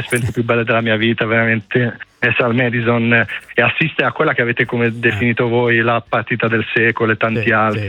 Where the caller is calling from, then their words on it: Bologna, Emilia-Romagna, Italy; io sono di Bologna